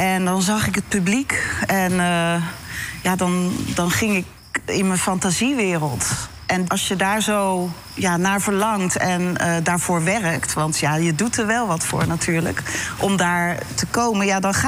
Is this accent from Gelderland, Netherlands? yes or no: no; North Brabant, Netherlands; born there; also born or lived in Scheveningen / Leidschendam; Ik ben geboren in Scheveningen. Mijn ouders gingen al vrij snel een huisje kopen. Naar Leidschendam zijn we verhuisd. Tot mijn zesde. En toen ben ik naar Brabant. Zijn we naar Brabant gegaan.